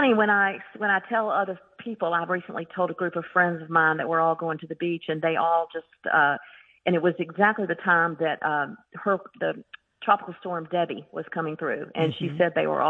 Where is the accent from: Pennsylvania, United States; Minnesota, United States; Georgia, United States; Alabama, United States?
Georgia, United States; Athens; We grew up in Athens, Georgia, and we would vacation down at the beach, usually the coast of South Carolina or Georgia